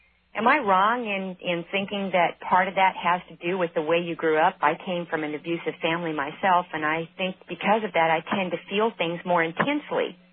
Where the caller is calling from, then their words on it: Vancouver, Washington, United States; from Vancouver, Washington